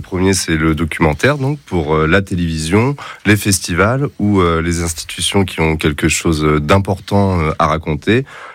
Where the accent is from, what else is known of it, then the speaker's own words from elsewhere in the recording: Châteauroux, Centre-Val de Loire, France; surtout Châteauroux, là d'où je suis originaire. Et d'ailleurs, la société est implantée à Lys-Saint-Georges, le petit village dans la vallée noire de Georges Sand, là d'où je viens.